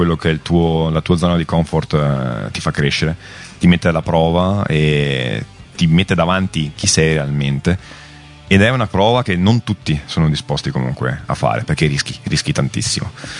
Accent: Cittadella, Veneto, Italy; E io stesso vengo da Cittadella, un paesino appunto dell'Alta Padovana

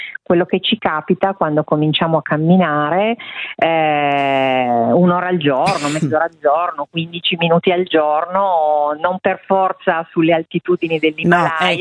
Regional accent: Turin, Piedmont, Italy; Io sono torinese, forse si sente anche dal mio accento.

